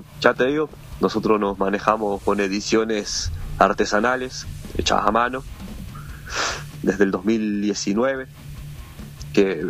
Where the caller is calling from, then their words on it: San Antonio, Central, Paraguay; Nosotros estamos con Yero en San Antonio.